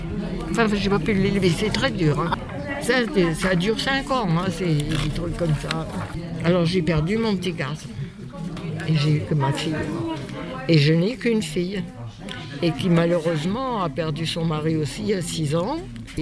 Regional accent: Lévignan, France; Je suis née à Lévignan. Je suis du cru. J'ai été communiée, baptisée, communiée, renouvelée, certificat d'études, tout à Lévignan.

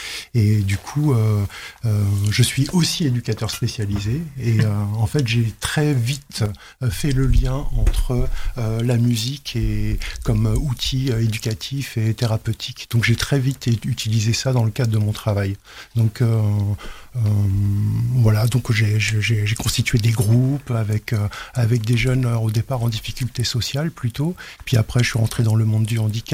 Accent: Île-de-France, France; Alors moi je viens de pas très loin de Meaux, plutôt de Clessouilly

